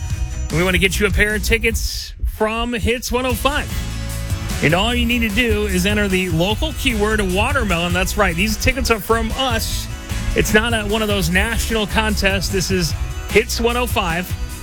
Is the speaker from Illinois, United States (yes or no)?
yes; Chicago, Illinois, United States; is going to be in Chicago as well, my hometown.